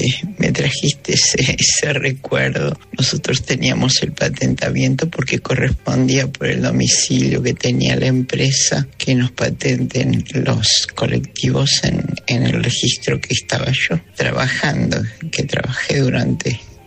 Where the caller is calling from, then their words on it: Caballito, Buenos Aires, Argentina; Buenas noches, del Messier.